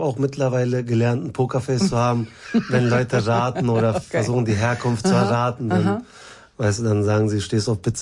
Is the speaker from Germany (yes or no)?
yes; Berlin, Germany; weil ich identifiziere mich als Berliner, ich bin hier geboren, aufgewachsen.